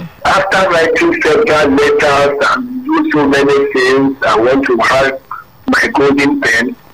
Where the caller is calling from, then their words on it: Ibeka, Nigeria; I'm calling from Ibeka.